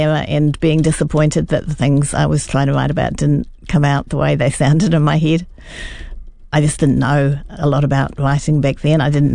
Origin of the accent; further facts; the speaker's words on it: Wellington, New Zealand; born there; when I was growing up in Wellington